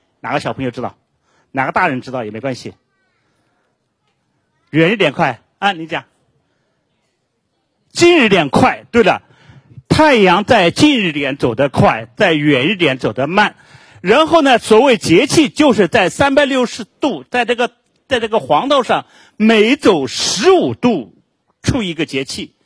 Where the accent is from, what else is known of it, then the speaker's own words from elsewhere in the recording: Shanghai, China; 这是我们上海人测出来的